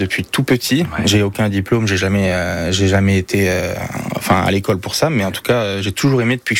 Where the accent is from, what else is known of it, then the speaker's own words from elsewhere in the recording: Bourgogne-Franche-Comté, France; comme on le fait chez nous en Franche-Comté